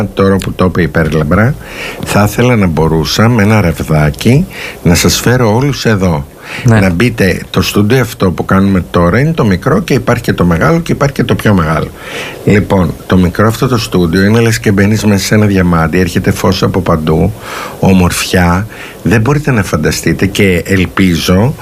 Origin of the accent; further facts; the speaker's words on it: Kalamata, Peloponnese, Greece; born there; moved away; την πατρίδα μου, την Καλαμάτα.